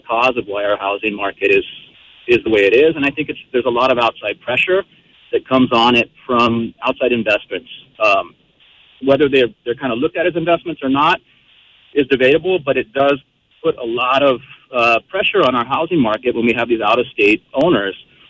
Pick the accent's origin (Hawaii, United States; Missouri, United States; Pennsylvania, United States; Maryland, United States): Hawaii, United States; I'm born and raised on the North Shore of Kauai, and I spent 25 years working for the Kauai Fire Department.